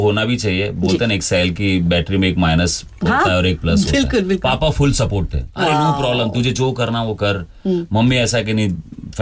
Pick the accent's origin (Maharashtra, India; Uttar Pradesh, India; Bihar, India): Maharashtra, India; moved away; also born or lived in Gujarat; मैं हूँ एक्चुअली महाराष्ट्र